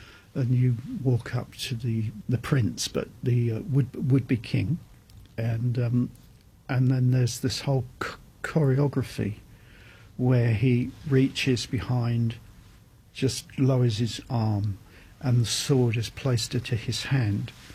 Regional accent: Ireland; And then I'm walking around talking to myself, and I'm Irish

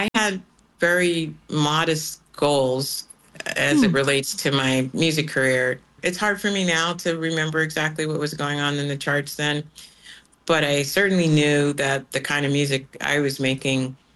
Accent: Midwest, United States; I'm a Midwesterner.

